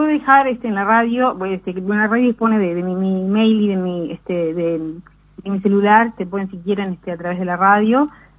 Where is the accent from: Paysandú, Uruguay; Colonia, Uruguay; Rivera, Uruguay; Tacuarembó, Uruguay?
Tacuarembó, Uruguay; soy de Tacuarembó